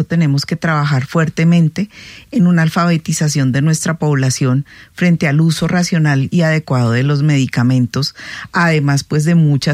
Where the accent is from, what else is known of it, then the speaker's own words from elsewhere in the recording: Colombia; Estamos como colombianos acostumbrados a todo para todos ya.